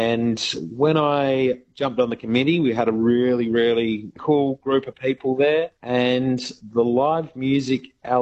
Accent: Esperance, Western Australia, Australia; And I mean, for myself, growing up in Esperance, as would be the experience for a lot of people in regional settings, the press was certainly to be socially engaged through sport.

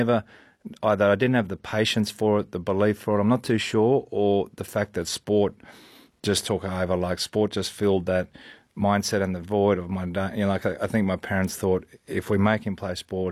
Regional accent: Queensland, Australia; growing up in Queensland, Northern Territory was never really on my radar.

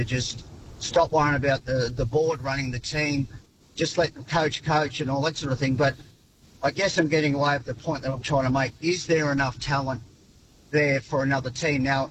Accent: Queensland, Australia; I mean, I'm a Queenslander

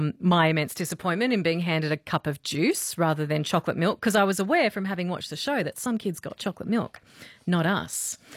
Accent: Scone, New South Wales, Australia; I was on Romper Room. I'm from Scone.

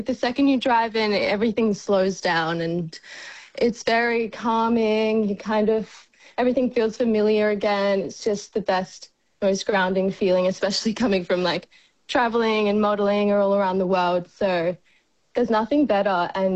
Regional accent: Fitzroy Crossing, Western Australia, Australia; moved away; since I was a little kid growing up in Fitzroy.

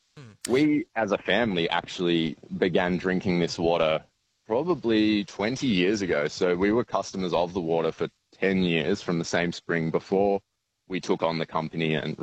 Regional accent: Mittagong, New South Wales, Australia; also born or lived in Sydney; I spent my childhood exploring the bush, climbing the Jib over and over, and Mount Alexandra, and exploring all the gullies. And I really fostered my sense of nature in the Highlands.

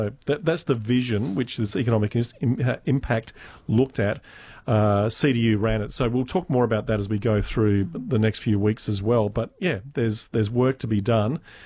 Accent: Western Australia, Australia; because it's my hometown, I keep an eye on how poor or well the rain has been, and that'll probably obviously determine what the bushfire season looks like over in the southwest WA.

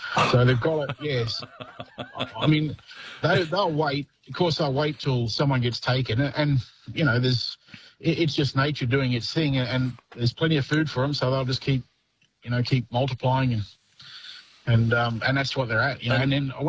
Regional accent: Bright, Victoria, Australia; No, I come from Bright in northeast Victoria.

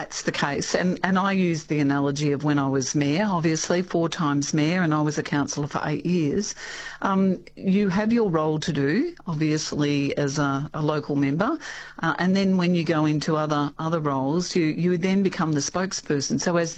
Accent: Bendigo, Victoria, Australia; I moved away for a number of years and came back to my hometown of Bendigo in 2006

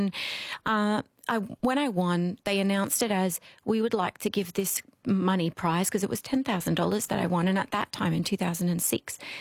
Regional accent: Australia; So when I was touring in Poland as an Australian, people would ask me, you know, what's your name?

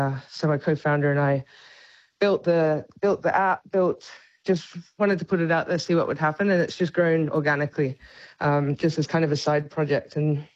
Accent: Perth, Western Australia, Australia; So I grew up in Perth, but used to spend a lot of time down in Margaret River

